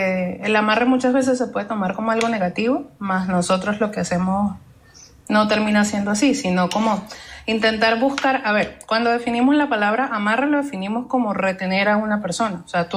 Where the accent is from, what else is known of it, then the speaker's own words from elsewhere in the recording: Venezuela; now in Bucaramanga, Colombia; Yo soy de Venezuela, pero vivo en Bucaramanga.